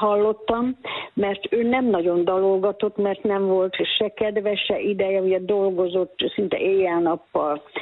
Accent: Onga, Borsod-Abaúj-Zemplén, Hungary; tanyavilágba születtem én, Ongához 4 kilométerre.

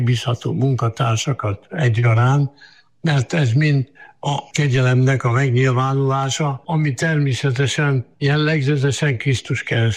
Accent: Lébény, Győr-Moson-Sopron, Hungary; born there; én lébényi születésű vagyok Győr megyében.

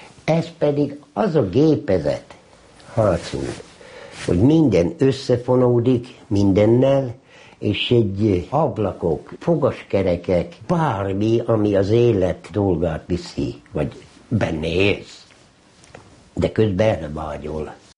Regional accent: Ózd, Borsod-Abaúj-Zemplén, Hungary; born there; Nem tudom elfelejteni Ózdot, mert ott születtem, ott van minden gyökerem.

